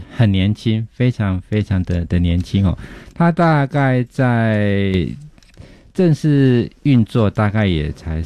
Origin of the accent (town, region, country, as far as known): Taiwan